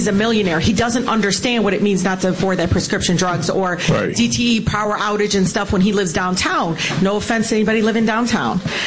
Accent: Detroit, Michigan, United States; to have two people born and raised in Detroit, East Side, Southwest, born and raised Detroit.

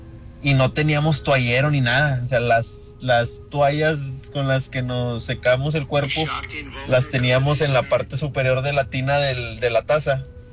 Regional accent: Santa Catarina, Nuevo León, Mexico; Cuando de recién me mudé para esa casa, no nos gustaba estar ahí, ¿verdad? Yo crecí en Santa y era de que cada fin de semana nos veníamos a Santa, acá al barrio donde habíamos crecido

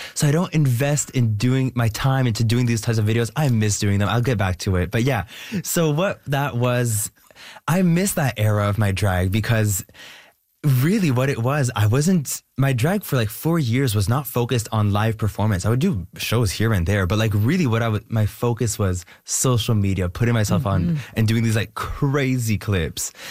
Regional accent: Canada

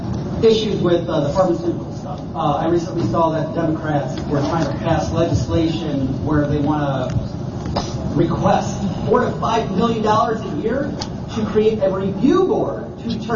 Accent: Portland, United States; I'm from Precinct 11, Portland.

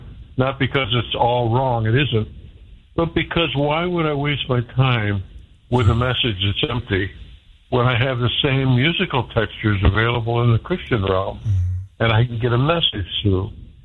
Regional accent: Chicago, Illinois, United States; where are you from, and so I just said, you know, generic, Chicago.

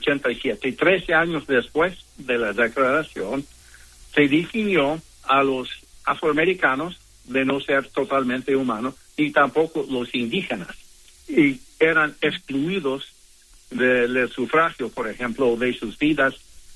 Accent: Los Angeles, California, United States; born there; yo nací aquí en Los Ángeles, y mis padres nacieron aquí en Estados Unidos, y de hecho, mi familia ha residido aquí en lo que es Estados Unidos por 8 generaciones, más de 300 años

